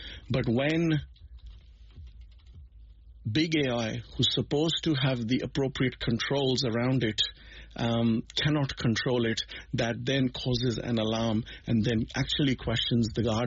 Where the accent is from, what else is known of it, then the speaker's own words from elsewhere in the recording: Australia; being an Australian citizen myself